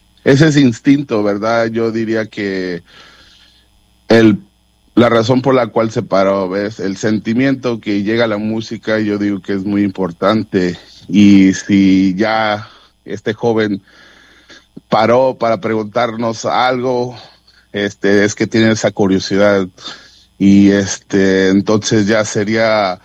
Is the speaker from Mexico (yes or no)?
yes; Mexico; yo como mexicano, para mí es ese sentimiento que me da, es orgullo, ¿verdad?, aportar a lo que es la comunidad de mexicana aquí, ¿verdad?